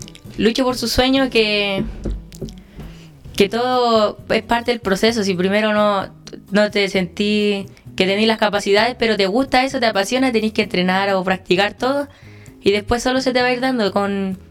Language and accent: Spanish; San Bernardo, Santiago Metropolitan Region, Chile; yo fui nacido y criado acá en San Bernardo, mis papás, mi mamá, mi hermana, entonces casi todo mi núcleo familiar ha sido criado acá.